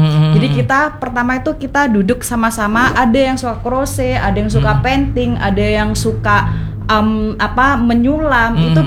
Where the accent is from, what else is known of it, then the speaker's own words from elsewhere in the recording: Surabaya, East Java, Indonesia; born there; moved away; also born or lived in Bali; Saya asli Surabaya.